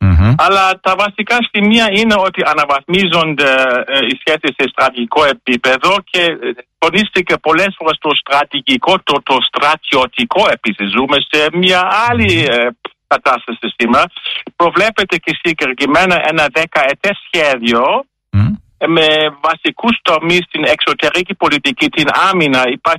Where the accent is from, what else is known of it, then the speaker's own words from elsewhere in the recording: Germany; Greek is a second language; now in Greece; που ζω ως Γερμανός εδώ στην Ελλάδα